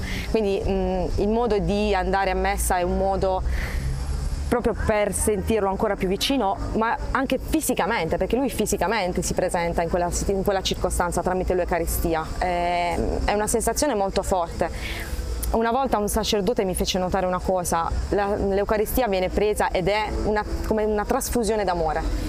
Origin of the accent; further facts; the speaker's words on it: Bari, Apulia, Italy; vengo da Bari, dall'Italia.